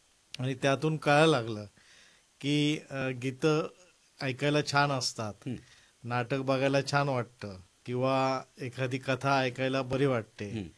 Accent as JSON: {"language": "Marathi", "town": "Mangaon", "region": "Maharashtra", "country": "India", "tie": "born or raised there", "said": "माझे जन्मगाव सिंधुदुर्ग जिल्ह्यातील कुडाळ तालुका मानगाव."}